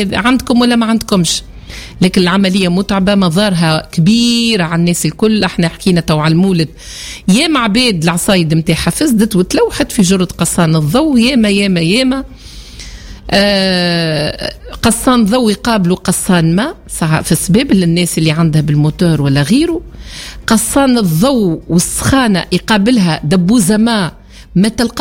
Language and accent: Arabic; Tunisia; في بلادنا تونس